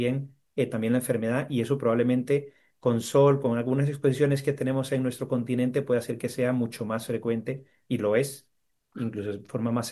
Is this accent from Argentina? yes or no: no; Costa Rica; como latinoamericano, como costarricense